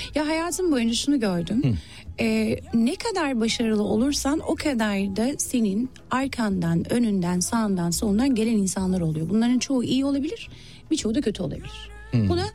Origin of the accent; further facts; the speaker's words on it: London, United Kingdom; Halk evlerinde büyüdüm Londra'da.